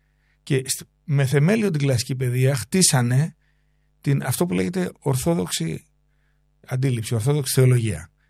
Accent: Peloponnese, Greece; born there; στην πατρίδα μου τη Λακωνία

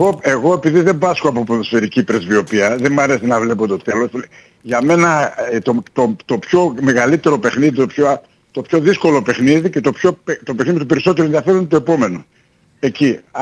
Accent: Ampelokipoi, Central Macedonia, Greece; το πιστοποιητικό γέννησης λέει αμπελόκηπη, είναι η πόλη μου.

